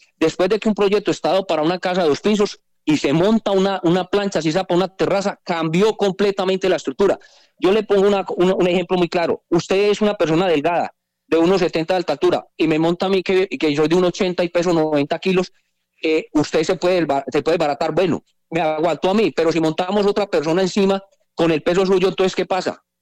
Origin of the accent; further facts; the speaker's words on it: Colombia; somos colombianos y somos ingenieros